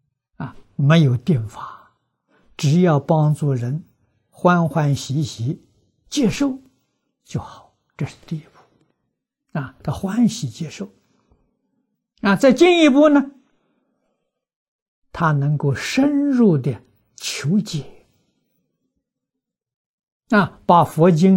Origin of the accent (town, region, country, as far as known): China